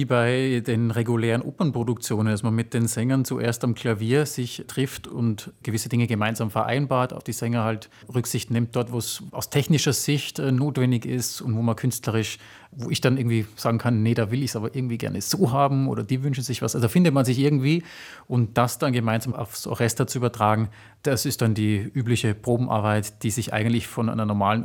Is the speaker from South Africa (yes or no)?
no; Graz, Styria, Austria; weil ich bin ja gar kein Wiener, ich bin ja Grazer